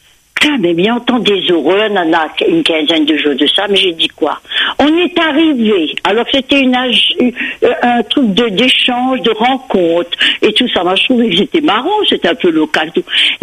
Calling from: Réunion; je suis réunionnaise.

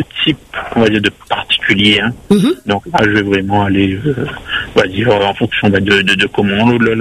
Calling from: Réunion, France; je suis de Saint-Guy

